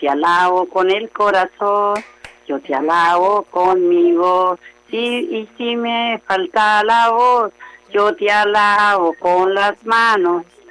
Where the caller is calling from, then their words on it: Cúcuta, Norte de Santander, Colombia; acá en Pizarro.